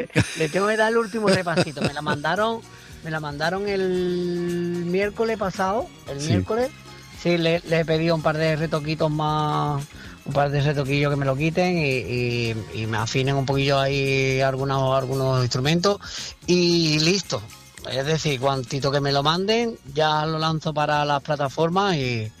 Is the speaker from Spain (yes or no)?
yes; Cádiz, Andalusia, Spain; a mi tierra, a Cádiz.